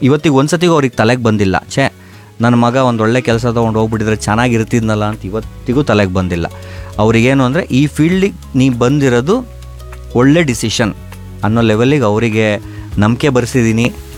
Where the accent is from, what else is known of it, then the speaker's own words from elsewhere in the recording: Shivamogga, Karnataka, India; Shivamogga ನನ್ನೂರು, coffee ನಾಡಿಂದ ಮಲೆನಾಡಿಗೆ ಬಂದು ಆಮೇಲೆ ಇವತ್ತು ನಾನು ಏನಾಗಿದ್ದೀನೋ, ಏನು ಸ್ವಲ್ಪ ಮಟ್ಟಿಗೆ ಆಗಿದ್ದೀನೋ, ಅದಕ್ಕೆ ಕಂಪ್ಲೀಟ್ ಕ್ರೆಡಿಟ್ ಶಿವಮೊಗ್ಗ